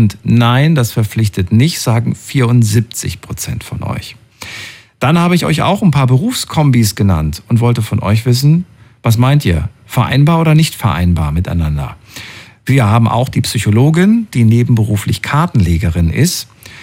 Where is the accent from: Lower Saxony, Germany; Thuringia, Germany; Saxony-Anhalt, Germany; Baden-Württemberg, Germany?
Thuringia, Germany; Früher, bin ja aus Thüringen und so weiter. Und da war FKK ganz normal, ne, in der ehemaligen DDR.